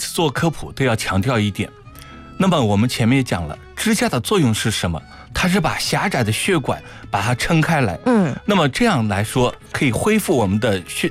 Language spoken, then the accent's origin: Chinese; China; 我们东方人或者说我们中国人